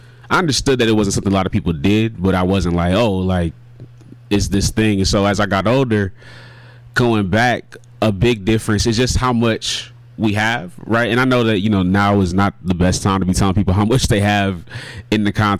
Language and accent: English; United States; me being Black American as well as Ghanaian, I grew up here. I grew up in America. I grew up a black man, like, and I claim that proudly.